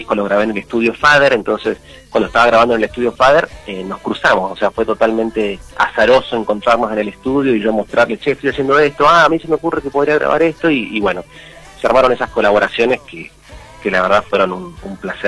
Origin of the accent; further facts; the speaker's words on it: Mendoza, Argentina; born there; moved away; also born or lived in Buenos Aires; nací en Mendoza, pero sí. Me fui muy muy joven a Buenos Aires y saqué todos mis discos allá, hasta que bueno, pasó la pandemia y me agarró una extrañitis de Mendoza, entonces empecé a planificar la vuelta y volví hace un par de añitos.